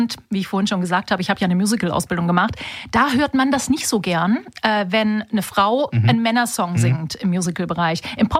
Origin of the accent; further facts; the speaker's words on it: Baden-Württemberg, Germany; Ich komme aus dem Schwabenland. Ich komme tatsächlich aus dem Schwabenland, ja.